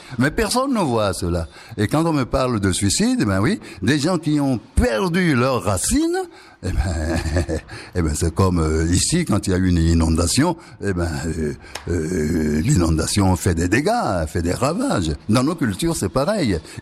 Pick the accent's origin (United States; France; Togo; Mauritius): Togo; French is a second language; Je n'ai jamais vu ça chez moi au Togo.